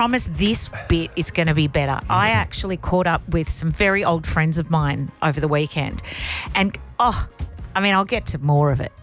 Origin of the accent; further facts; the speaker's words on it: Sydney, New South Wales, Australia; So we got chatting about where we grew up in Southwest Sydney.